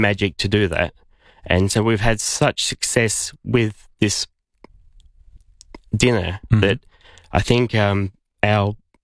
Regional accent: South Australia, Australia; But I grew up in the Barossa, and I was always passionate about the Barossa.

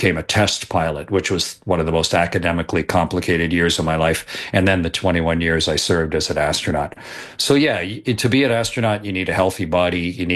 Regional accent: Canada; I'm Canadian, and I went to a good school system. I'm lucky to have grown up in a country with a good, pretty much universal school system.

